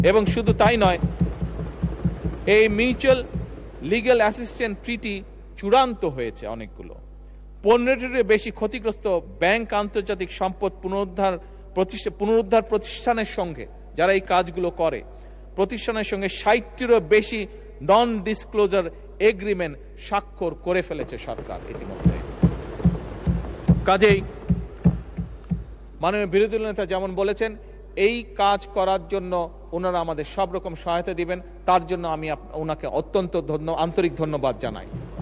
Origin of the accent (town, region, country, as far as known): Bangladesh